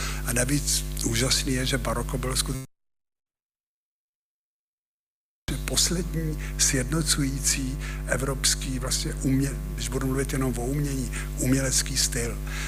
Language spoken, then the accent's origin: Czech; Prague, Czechia; A my jsme vyrůstali na Malý Straně